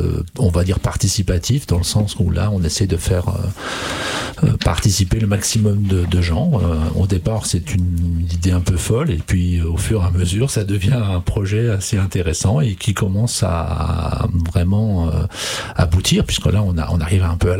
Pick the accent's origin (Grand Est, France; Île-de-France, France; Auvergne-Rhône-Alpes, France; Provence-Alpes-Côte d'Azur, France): Grand Est, France; Villey-Saint-Étienne; nous sommes originaires de Villers-Saint-Étienne